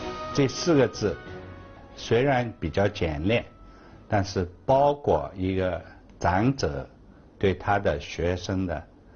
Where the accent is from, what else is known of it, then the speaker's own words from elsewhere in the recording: Shanghai, China; 我的老家，当时叫白客路三家园，现在就是上海的凤阳路。那个地区呢有我们有两个大的宅子